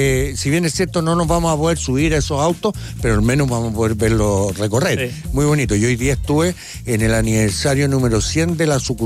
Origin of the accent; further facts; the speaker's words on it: Chile; somos todos los chilenos muy curiosos.